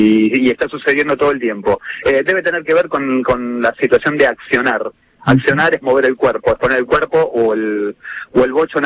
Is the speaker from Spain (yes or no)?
no; Haedo, Buenos Aires Province, Argentina; Yo soy de Aedo, sí.